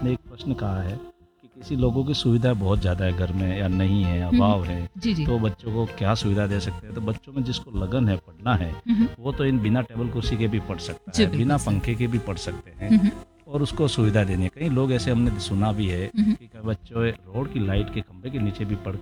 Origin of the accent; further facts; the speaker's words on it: Dungarpur district, Rajasthan, India; now in Banswara, India; मेरा गांव नौगांवा है, जो डूंगरपुर जिले में है।